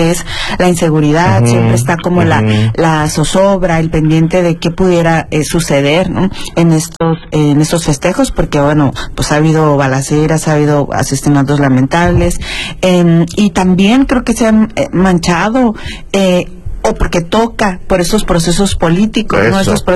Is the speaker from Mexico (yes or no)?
yes; Mexico